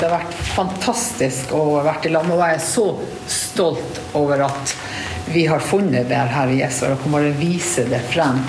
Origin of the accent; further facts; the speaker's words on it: Honningsvåg, Troms og Finnmark, Norway; moved away; jeg kommer jo fra Honningsvåg, og vi har jo kjøpt oss hus her for 10 år siden.